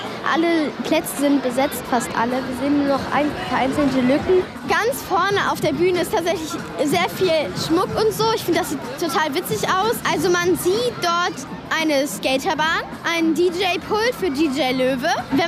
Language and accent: German; Ahrensburg, Schleswig-Holstein, Germany; bin 11 Jahre alt, ich komme aus Ahrensburg